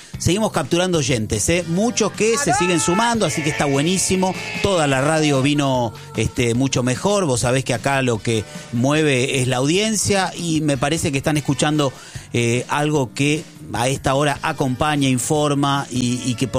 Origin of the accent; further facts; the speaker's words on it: Argentina; nosotros como argentinos